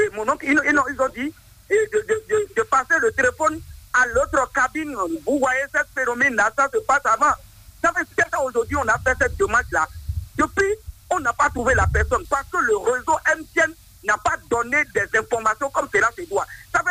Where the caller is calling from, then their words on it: Benin; Je vous appelle depuis Bigué.